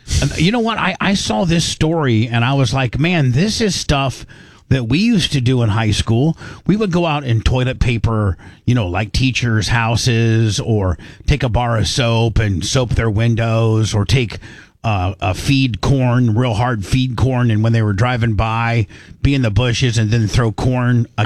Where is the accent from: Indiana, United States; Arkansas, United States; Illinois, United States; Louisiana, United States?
Indiana, United States; Warsaw; a prank that I've pulled, you know, a lot growing up in Warsaw, Indiana